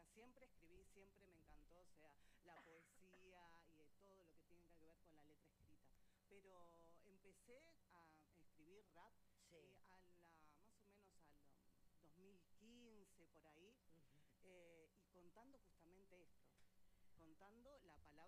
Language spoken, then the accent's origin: Spanish; Buenos Aires, Argentina; also born or lived in Neuquén; ahí yo me crié en Buenos Aires y ahora vuelvo.